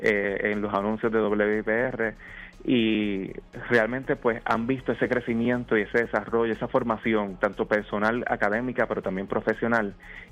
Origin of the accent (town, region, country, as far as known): Luquillo, Puerto Rico